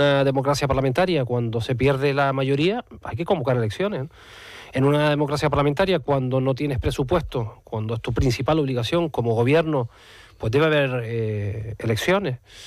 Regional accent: Canary Islands, Spain; como canarios y como españoles

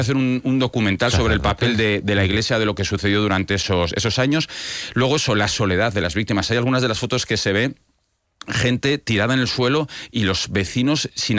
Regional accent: Basque Country, Spain; Me vengo a mi tierra, al País Vasco, y cada 2 días matando a gente.

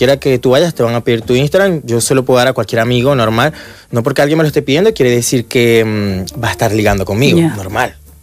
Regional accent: Colombia; born or raised there; also born or lived in Venezuela; now in Barcelona, Spain

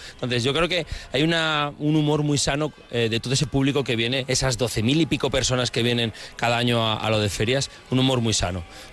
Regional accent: Valladolid, Castile and León, Spain; para un vallisoletano, por lo menos para mí, que soy vallisoletano de raza, como quien dice

